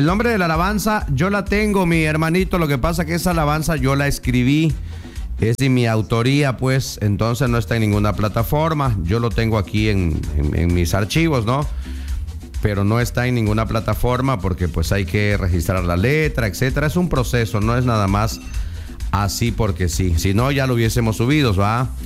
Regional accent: Chapultenango, Chiapas, Mexico; moved away; allá con toda mi gente de Chapultenango, Chiapas.

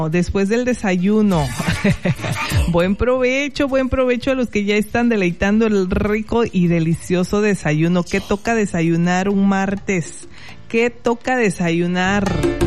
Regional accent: Soconusco, Chiapas, Mexico; now in Tonalá, Mexico; allá en el Soconusco, allá en mi pueblo, mi familia

